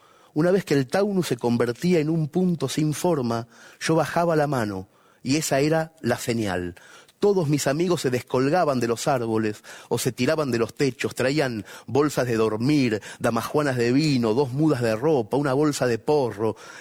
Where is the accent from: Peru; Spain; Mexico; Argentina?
Argentina; Mercedes, Buenos Aires Province; En mi pueblo natal, en Mercedes